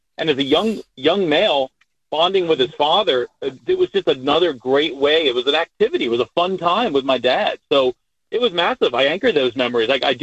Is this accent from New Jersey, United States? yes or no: yes; New Jersey, United States; I was growing up in North Jersey with my father. And, my dad worked hard, middle-class family, parents were divorced.